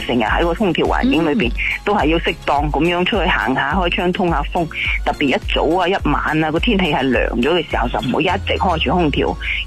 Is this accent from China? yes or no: yes; Guangdong, China; 我哋广东人最兴就煲汤啦